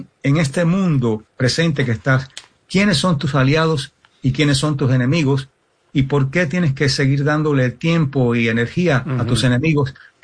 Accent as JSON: {"language": "Spanish", "town": "Miami", "region": "Florida", "country": "United States", "tie": "born or raised there", "said": "Y un ejemplo, yo me crié en Miami."}